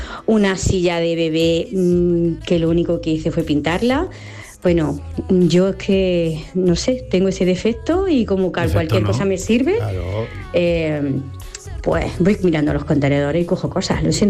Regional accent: Úbeda, Andalusia, Spain; de Úbeda, tengo un estudio de fotografía.

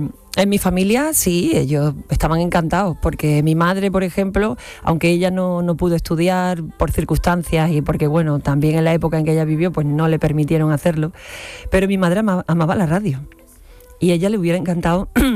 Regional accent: Seville, Andalusia, Spain; accent: Sevillian seseo, Andalusian; Yo, bueno, soy de Sevilla y tengo un seseo propio nuestro de aquí, de los sevillanos.

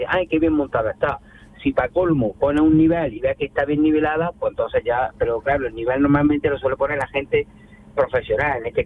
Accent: Granada, Andalusia, Spain; Somos de Granada.

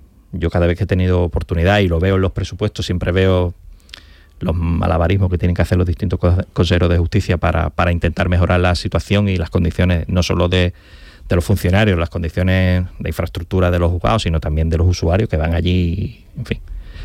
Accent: Andalusia, Spain; yo soy gaditano y en la costa de Cádiz hay muchos sitios maravillosos

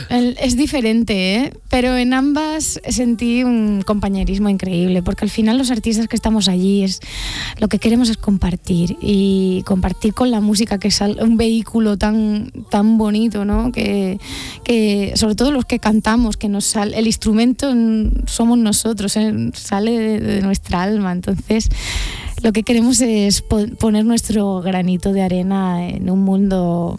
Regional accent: Valencian Community, Spain; mi pueblo. Tú imagínate un pueblo de la Comunidad Valenciana

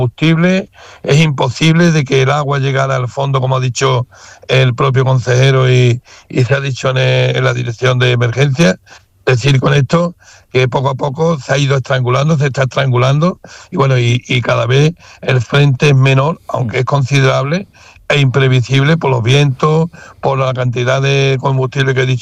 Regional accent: Aznalcóllar, Andalusia, Spain; para mi pueblo

